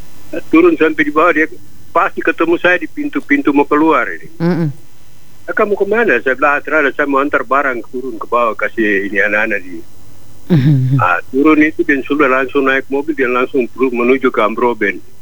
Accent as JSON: {"language": "Indonesian", "town": "Jayapura", "region": "Papua", "country": "Indonesia", "said": "saya dari Jayapura."}